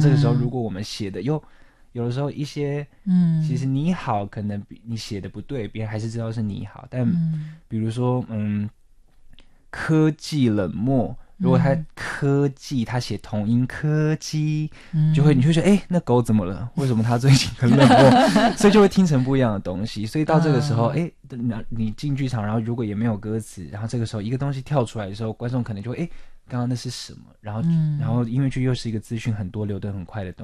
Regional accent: Taiwan; 比如说我是台湾人

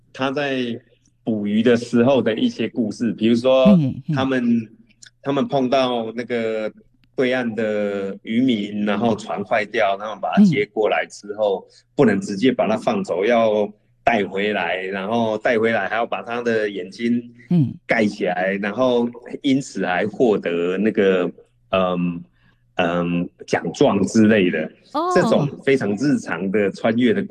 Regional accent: Taiwan; 我们台湾人

